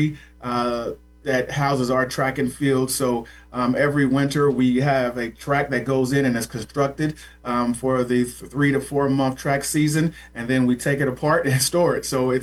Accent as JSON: {"language": "English", "town": "Indianapolis", "region": "Indiana", "country": "United States", "tie": "born or raised there", "said": "I am born and raised in Indianapolis. Went to Broad Ripple High School, the best high school in the city."}